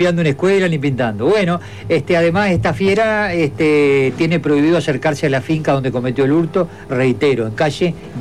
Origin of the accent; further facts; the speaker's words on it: Argentina; Hace un rato vi un cartel en la vieja estación La Sierra, allá en mi pueblo, en Gregorio Henares.